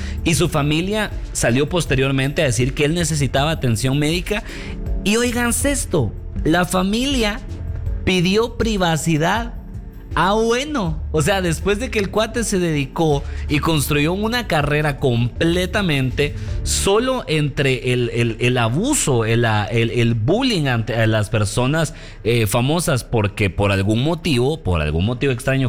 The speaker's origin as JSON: {"language": "Spanish", "country": "Guatemala", "said": "soy guatemalteco"}